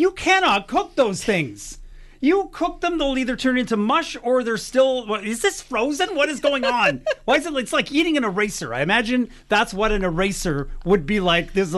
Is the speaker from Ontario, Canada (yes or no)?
yes; Ontario, Canada; I grew up in Northern Ontario.